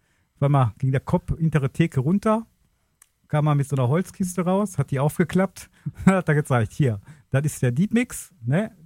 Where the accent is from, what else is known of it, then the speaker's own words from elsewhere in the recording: Gladbeck, North Rhine-Westphalia, Germany; Und dann hat mir auch jemand gesagt, bei uns in Gladbeck, da gab es so einen kleinen Plattenladen. Da bin ich immer reingegangen. Da habe ich mir jeden Monat von meinem Taschengeld.